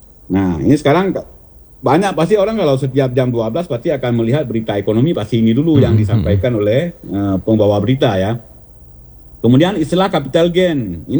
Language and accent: Indonesian; Aceh, Indonesia; kita selaku Aceh